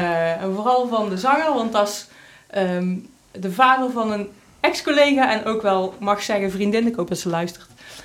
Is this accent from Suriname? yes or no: no; Hamont-Achel, Flanders, Belgium; Nee, ik ben van Hamond-Achel.